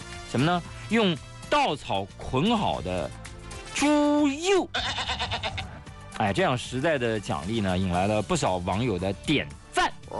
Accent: Shanxi, China; now in Anhui, China; 我就想起我的老家山西了啊

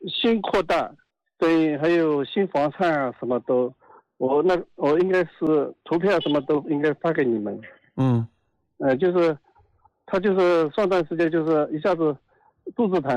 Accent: Fenghua, Zhejiang, China; 我是奉化的。

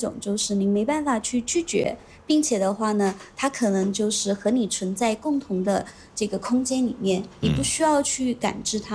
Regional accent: China; 我们中国

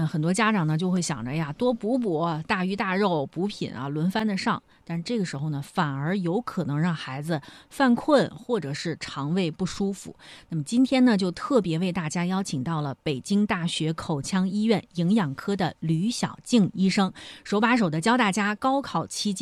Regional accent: Zhengzhou, Henan, China; moved away; 我老家是河南郑州，我们那儿其实是以面食为主

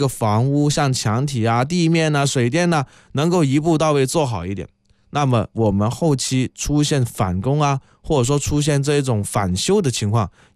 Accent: Guangdong, China; 我们广东人

